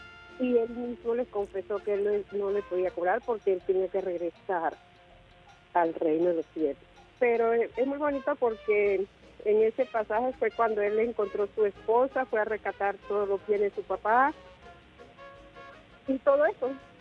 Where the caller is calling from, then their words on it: Tocumen, Panamá, Panama; Desde Tocumen.